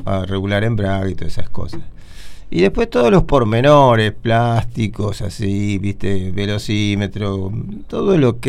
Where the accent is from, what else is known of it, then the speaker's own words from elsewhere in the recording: Buenos Aires, Argentina; born there; No, es en Parque Patricio.